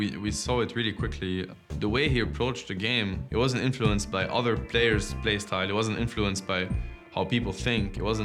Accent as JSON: {"language": "English", "town": "Melbourne", "region": "Victoria", "country": "Australia", "tie": "born or raised there", "moved": "as an adult", "said": "So I was born in Melbourne. I lived here with two of my sisters and one of my brother and my mom. And I pretty much lived here my whole life"}